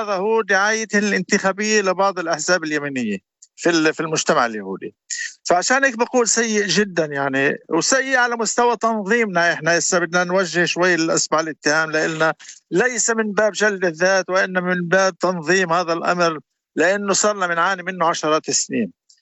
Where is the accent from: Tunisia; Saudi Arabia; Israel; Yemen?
Israel; كمجتمع عربي بأكمله من النقب للجليل